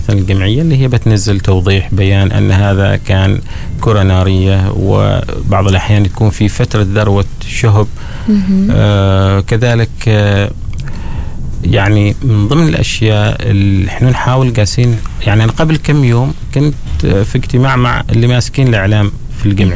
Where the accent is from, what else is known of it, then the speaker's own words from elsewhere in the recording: Muscat, Muscat Governorate, Oman; يعني أنا مثلا من مسقط